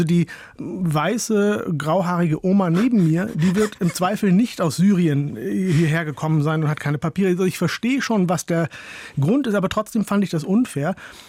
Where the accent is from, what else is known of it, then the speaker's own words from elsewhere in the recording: Hollern-Twielenfleth, Lower Saxony, Germany; now in Vienna, Austria; Ich bin ja in Deutschland geboren und aufgewachsen, aber es geht dann, letztlich wird so getan, als sei ich auch nicht von hier. Dann heißt es, geh doch dahin zurück, wo du herkommst und so weiter. Tatsächlich komme ich aus Holland-Schwielen, fliehe aus einem Dorf in Norddeutschland